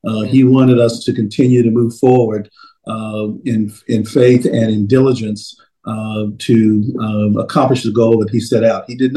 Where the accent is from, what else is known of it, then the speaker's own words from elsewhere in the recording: Dallas, Texas, United States; I grew up in Dallas, Texas, the son of a shoe repairman by day and a janitor by night.